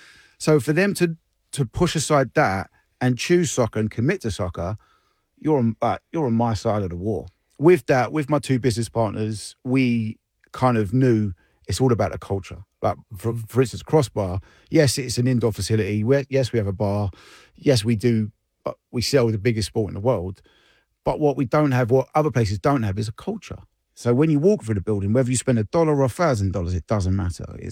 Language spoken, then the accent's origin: English; England, United Kingdom; now in Dallas, United States; Well, as an Englishman, it's in my DNA, right?